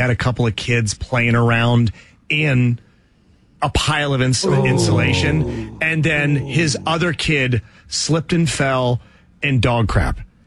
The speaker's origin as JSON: {"language": "English", "town": "Waldorf", "region": "Maryland", "country": "United States", "tie": "born or raised there", "said": "I remember in growing up in Waldorf, we had the neighborhood fogger."}